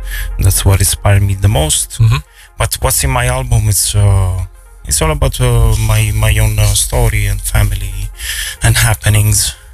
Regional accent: Italy; going back to my roots as an Italian growing up in Italy in the 90s, you know, 87.

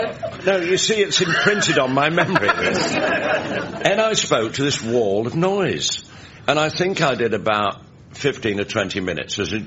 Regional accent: Leeds, Yorkshire and the Humber, United Kingdom; born or raised there

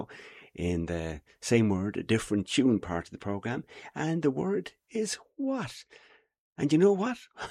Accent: Limerick, Munster, Ireland; broadcasting from my hometown and city of Limerick in Ireland

